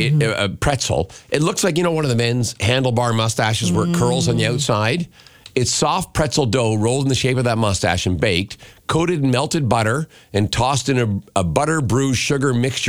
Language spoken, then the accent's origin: English; Canada; But you know, I'm Canadian. We don't do guns.